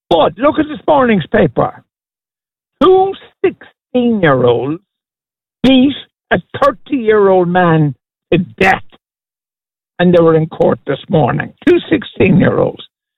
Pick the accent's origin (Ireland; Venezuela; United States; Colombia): Ireland; Cork, Munster; moved away as an adult; now in Foxrock, Ireland; Those 20 years I spent in that house growing up in Cork were happy. Am I happier now in Leafy Fox Rock?